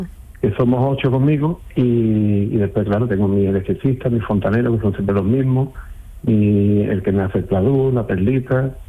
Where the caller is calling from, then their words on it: Tomares, Andalusia, Spain; ahora mismo estoy en Tomares. Estoy aquí en mi almacén, en mi oficina